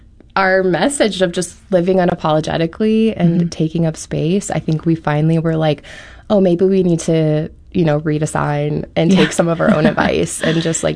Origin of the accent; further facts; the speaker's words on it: Apopka, Florida, United States; now in St. Louis, United States; we grew up in Apopka, Florida, on Golden Gem Road, amongst lots of orange groves.